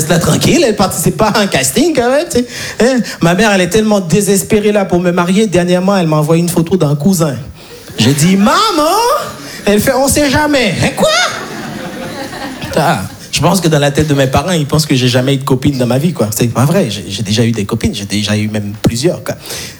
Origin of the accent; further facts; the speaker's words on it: Haiti; parce que je suis né et grandi en Haïti